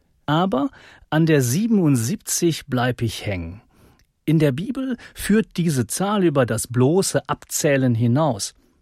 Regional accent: Münster, North Rhine-Westphalia, Germany; Durch meine Heimatstadt Münster

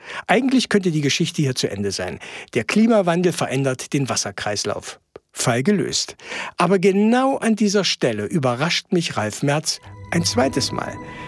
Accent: Saxony-Anhalt, Germany; Ich komme aus Sachsen-Anhalt. Da, wo ich wohne, schlägt der Regenschatten des Harzes voll zu.

